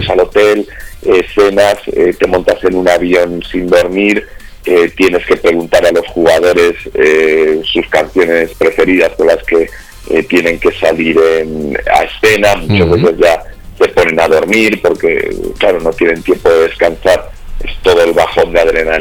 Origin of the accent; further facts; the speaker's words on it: Palencia, Castile and León, Spain; Yo nací en León, aunque me crié en Palencia